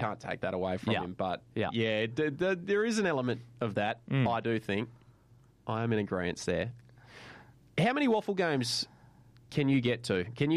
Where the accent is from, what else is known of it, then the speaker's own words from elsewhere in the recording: Fremantle, Western Australia, Australia; Growing up around Fremantle, I always tend to lean towards Fremantle Oval.